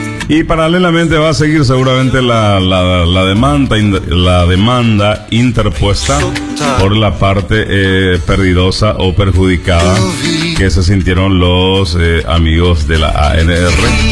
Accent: Paraguay

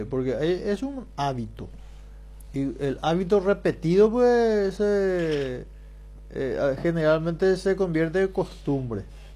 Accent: Paraguay

